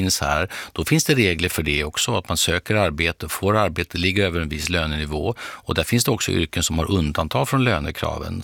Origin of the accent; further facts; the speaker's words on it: Lund, Skåne, Sweden; born there; Ja, min födelsestad.